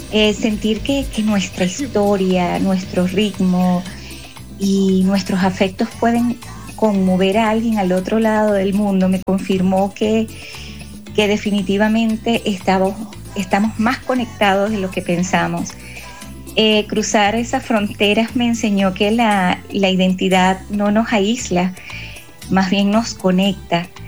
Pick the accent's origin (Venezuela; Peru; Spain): Venezuela; Monagas; mi tierra amada. Monagas es donde empezó toda mi carrera artística, la tierra que me dio la sensibilidad y las ganas de crear antes de que supiera qué camino tomaría.